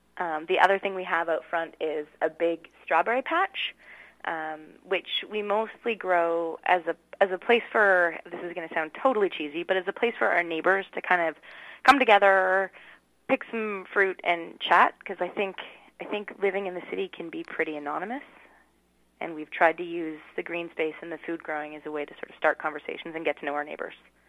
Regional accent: Tsawwassen, British Columbia, Canada; I grew up in Tawasin, where you know all your neighbors, you chat with everybody, and now I live in the city

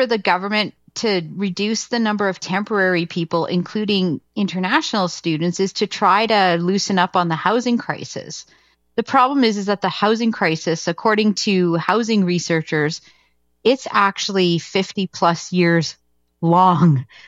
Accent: Canada; now in Winnipeg, Canada; I remember when I moved to Winnipeg, and I am Canadian

